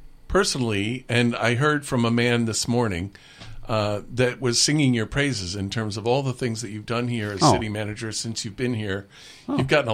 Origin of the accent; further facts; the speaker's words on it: New York, United States; moved away; I'm from New York State.